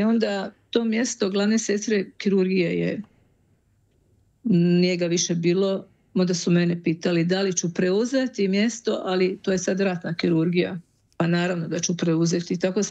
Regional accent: Croatia; also born or lived in Osijek / Vinkovci; kada čuju moj hrvatski jezik i da ja sad kažem, ja sam iz Hrvatske

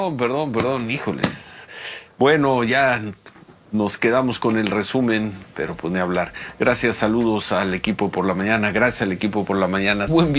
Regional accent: Mexico City, Mexico; Ahora sí que crecimos viendo campamentos, sí, en el Zócalo y por todos lados.

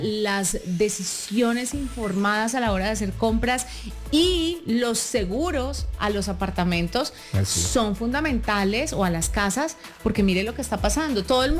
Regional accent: Cali, Valle del Cauca, Colombia; moved away; un edificio donde él y yo crecimos cuando estábamos chiquitos en Cali

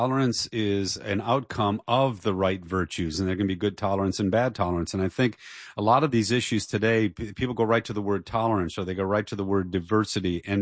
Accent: Dearborn, Michigan, United States; Well, I'm from Dearborn. That's my hometown. And I've done ministry in New York and in LA.

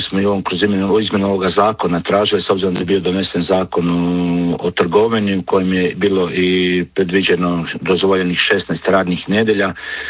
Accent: Croatia

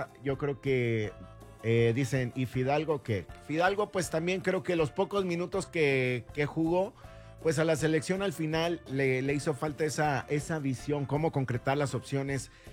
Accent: Mexico; porque creímos nuevamente como mexicanos

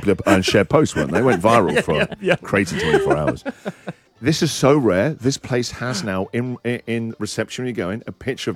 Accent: England, United Kingdom; We're English. We've never seen a wombat.

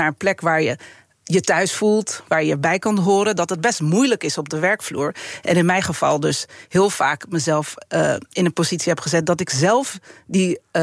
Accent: Haarlem, North Holland, Netherlands; ik kom uit Haarlem, ik ben getrouwd met Sabine en wij hebben twee tienerdochters.

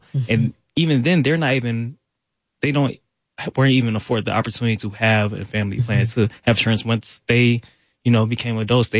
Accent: South Fulton, Georgia, United States; I grew up in South Fulton.

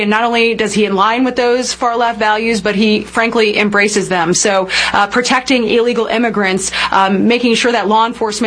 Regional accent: West Des Moines, Iowa, United States; Yeah, nope. I'm a Des Moines area native. I grew up in West Des Moines. I went to Valley High School. I'm a Valley Tiger, class of 2001.

